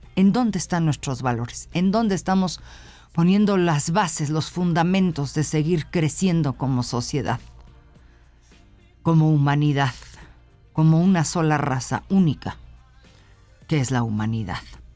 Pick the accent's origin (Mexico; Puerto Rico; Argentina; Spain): Mexico